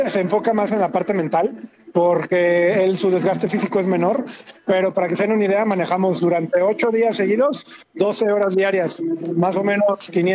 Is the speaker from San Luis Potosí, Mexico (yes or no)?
yes; San Luis Potosí, Mexico; pasamos por mi ciudad natal que es San Luis Potosí, así es que estoy muy contento de pasar por ahí porque la gente nos trata muy bien.